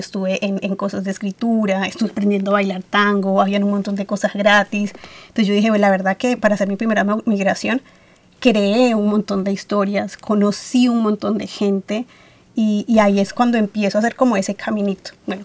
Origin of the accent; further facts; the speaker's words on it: Valle del Cauca, Colombia; Por eso es que cuando la gente me pregunta a mí de dónde sos, yo siempre digo yo soy de Cali porque es mi lugar más cercano para identificarlo, pero yo soy del Valle. Yo soy del Valle del Cauca